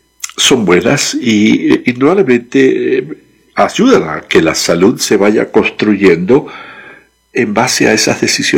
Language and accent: Spanish; Venezuela; moved away; en mi tierra, en Venezuela.